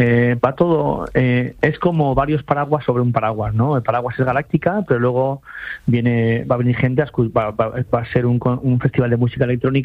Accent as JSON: {"language": "Spanish", "region": "Valencian Community", "country": "Spain", "said": "Yo como valenciano son las mejores que se hacen en Valencia, así."}